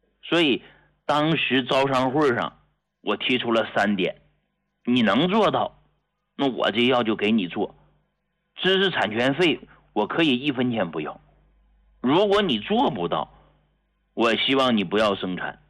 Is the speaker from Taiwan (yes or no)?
no; Hegang, Heilongjiang, China; moved away as an adult; also born or lived in Harbin; now in Beijing, China; 我是从农村来的啊，黑龙江鹤岗市一个农村走出来的这么个人。